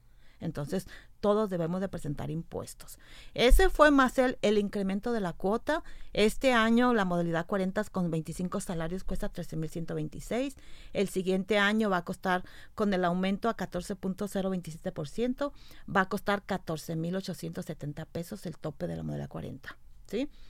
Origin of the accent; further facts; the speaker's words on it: Jalisco, Mexico; Yo soy de Jalisco.